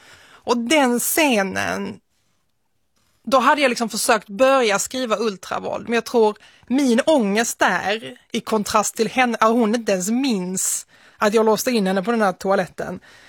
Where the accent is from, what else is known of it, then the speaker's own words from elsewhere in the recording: Malmö, Skåne, Sweden; also born or lived in Nötesjö; Och sen så flyttade jag in till Malmö när jag var 5 år gammal ungefär. Men mina första år i livet växte jag upp där ute.